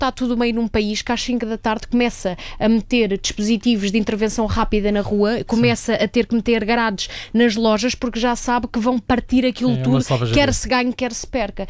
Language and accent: Portuguese; Almada, Setúbal, Portugal; Mais uma vez, eu sou da Almada, vai lá ao Laranjeiro e depois diz-me se aquilo é Almada e se tem zonas do Laranjeiro em que aquilo é um bairro português.